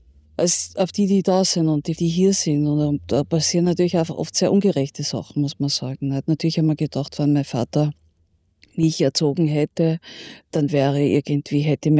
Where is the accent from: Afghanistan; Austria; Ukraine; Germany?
Austria; Linz, Upper Austria; born or raised there